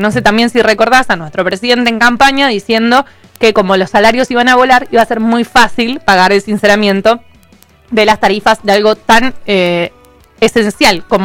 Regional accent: Argentina; nos unimos como vecinos y como argentinos

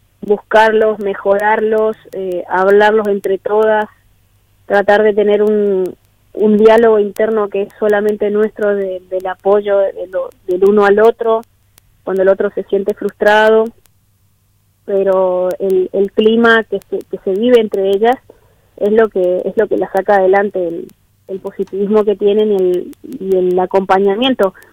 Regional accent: Corrientes, Argentina; moved away; Yo soy de Corrientes

